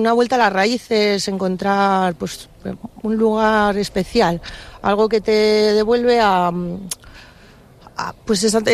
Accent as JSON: {"language": "Spanish", "town": "Burgos", "region": "Castile and León", "country": "Spain", "said": "Yo soy de Burgos."}